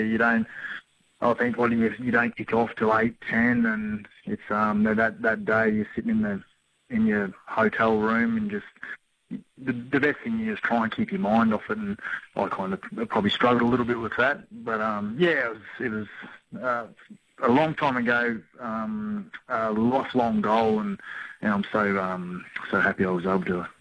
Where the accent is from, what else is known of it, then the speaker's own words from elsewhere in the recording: Herbert, Queensland, Australia; Like I come from Herbert, and it's a small community, and we'd have 20 or 30 people at our place every year.